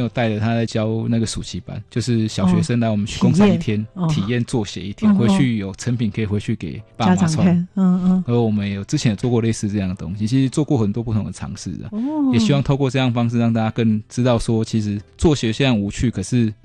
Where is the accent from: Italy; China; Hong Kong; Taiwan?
Taiwan; 我们台湾人